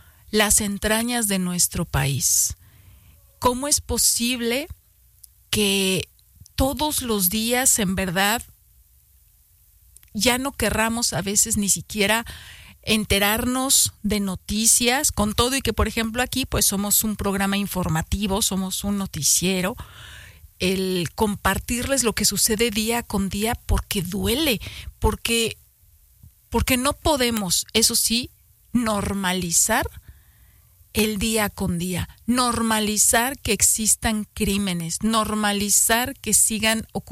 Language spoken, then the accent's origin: Spanish; Mexico; no podemos tampoco dejar de sentirnos mexicanos y mexicanas